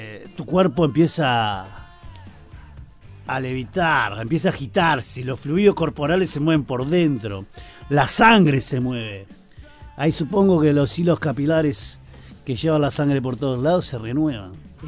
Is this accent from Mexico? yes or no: no; Uruguay